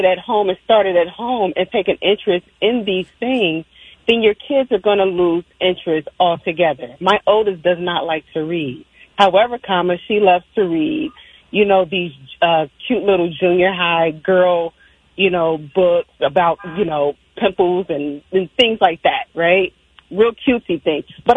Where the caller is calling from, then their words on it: Anne Arundel County, Maryland, United States; I am in Anne Arundel County. I think this may be a little more, I'm not from Baltimore